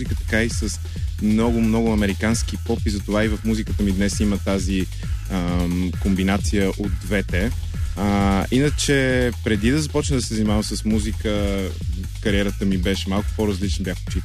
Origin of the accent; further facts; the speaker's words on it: Crete, Greece; also born or lived in New Jersey, United States; Роден съм в Нью Джерси, като много малка обаче се мести с местото ми да живеем на Крит. И всъщност голяма част от детството ми е минала точно между тези два острова, Нью Джерси и Крит.